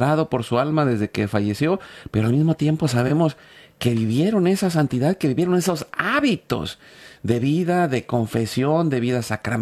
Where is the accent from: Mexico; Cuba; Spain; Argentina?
Mexico; somos mexicanos